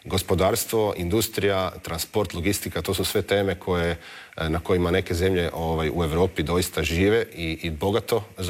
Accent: Zagreb, Zagreb County, Croatia; born there; Pa velim, ponavljam, ja sam rođen u Zagrebu

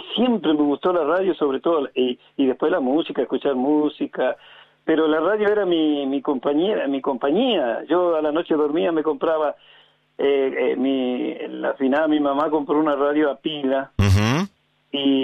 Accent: Chile; moved away as an adult; now in Argentina; Hice servicio militar allá y después me vine para acá.

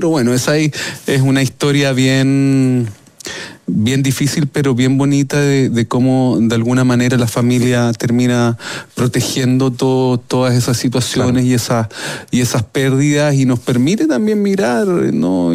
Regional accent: Recoleta, Santiago Metropolitan Region, Chile; tengo una familia bien extendida. Entonces, cuando yo nazco efectivamente en Recoleta, en lo que era la antigua clínica alemana, hoy clínica Dávila, y habitábamos en calle Agustina

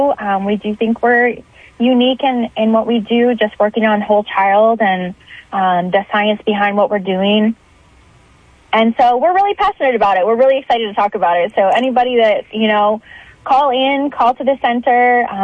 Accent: Midwest, United States; also born or lived in Arizona, United States; now in Sioux Falls, United States; So my family moved up from Arizona. I'm originally from the Midwest, but have been living in the desert for about 15 years now.

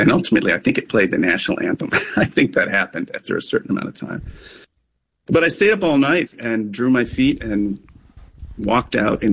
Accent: Rochester, New York, United States; moved away; I have such fond memories of growing up in Rochester.

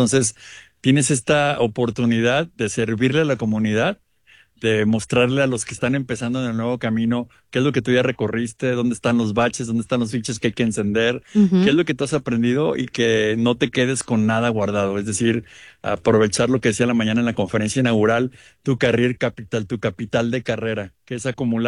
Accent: Guadalajara, Jalisco, Mexico; Entonces, yo vengo de Guadalajara, Giselle viene de México

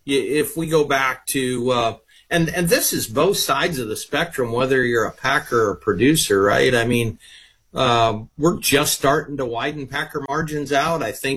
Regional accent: Iowa, United States; You know, I went to my hometown grocer here in Eastern Iowa.

